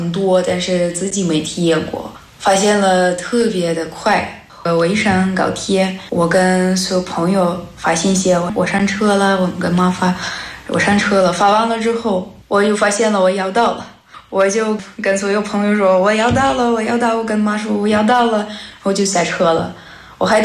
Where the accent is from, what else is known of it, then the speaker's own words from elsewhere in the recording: Russia; Chinese is a second language; moved away as an adult; now in Changchun, China; 我来自美丽的俄罗斯延赞市，现在我在长春大学读研究生研二。